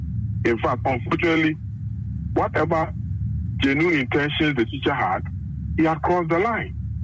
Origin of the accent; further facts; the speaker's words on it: Ghana; So our position is that, first of all, as Ghanaian parents, we unequivocally condemn this act of violence